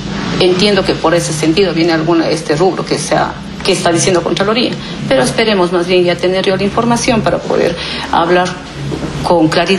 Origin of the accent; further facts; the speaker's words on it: Sidcay, Azuay, Ecuador; soy nativa de la parroquia rural Sitcay, entonces siempre yo he trabajado con el pueblo y para el pueblo